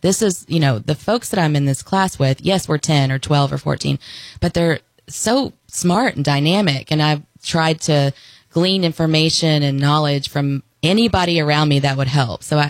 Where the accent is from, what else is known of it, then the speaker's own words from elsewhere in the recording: Nashville, Tennessee, United States; I'm from Nashville, and it's such a cool town. Like we were talking about, it's so diverse and it has so many stories.